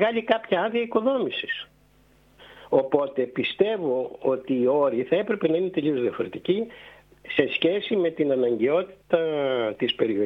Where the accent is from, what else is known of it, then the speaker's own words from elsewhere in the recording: Samos, North Aegean, Greece; προσφέρω αφιλοκερδώς τη Σάμμο. Προσπαθώ να βοηθήσω τον τόπο μου και το νησί μου όπως μπορώ.